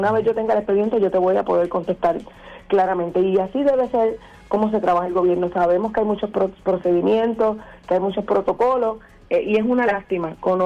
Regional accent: Carolina, Puerto Rico; yo soy de Carolina, así que estuve sin agua

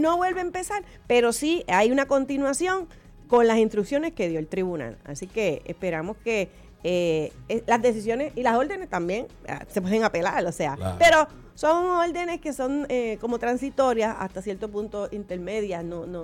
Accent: Puerto Rico; born there; yo nací en Puerto Rico

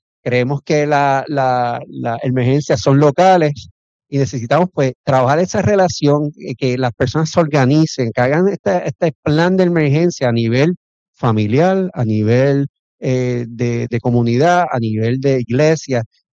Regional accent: Puerto Rico; Y tenemos, como puertorriqueños, y me incluyo, tenemos esta memoria corta, ¿verdad?

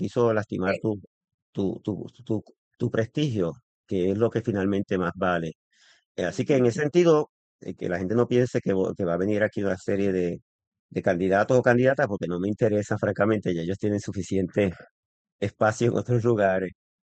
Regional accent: Bayamón, Puerto Rico; yo entendería si fueran de Bayamón, porque como yo me crié en Bayamón

